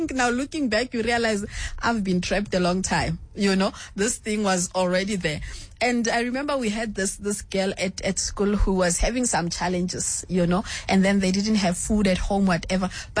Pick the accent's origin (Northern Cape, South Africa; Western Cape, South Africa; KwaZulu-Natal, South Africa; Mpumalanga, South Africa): Northern Cape, South Africa; Kimberley; also born or lived in Pampierstad; I was born in Pampristad. And then when my mom died, I went to Kimberley. Then I stayed with my dad and my stepmother.